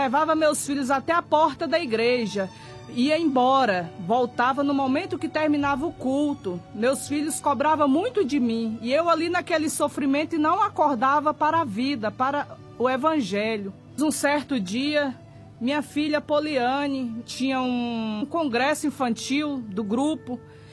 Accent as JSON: {"language": "Portuguese", "town": "Mogi Guaçu", "region": "São Paulo", "country": "Brazil", "said": "Sou da cidade de Mogi Guaçu, São Paulo."}